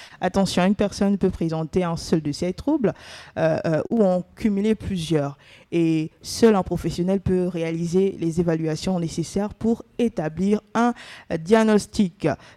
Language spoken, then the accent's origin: French; Gabon; Et chez nous au Gabon